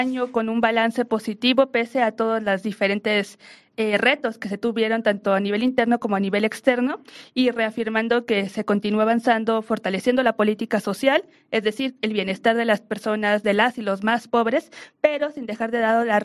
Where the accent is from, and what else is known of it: Mexico